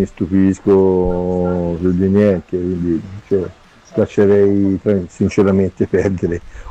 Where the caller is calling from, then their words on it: Siena, Tuscany, Italy; da Siena.